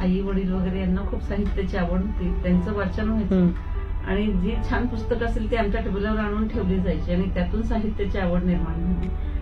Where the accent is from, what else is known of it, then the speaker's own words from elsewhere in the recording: Baramati, Maharashtra, India; moved away; कोविडचा जो काळ होता त्या काळात मला जास्त माझ्या नेटिव्ह प्लेसला राहायला मिळालं म्हणजे बारामतीला म्हणा आई वडिलांकडे माझ्या सासू सासऱ्यांकडे तिथे मी राहिले.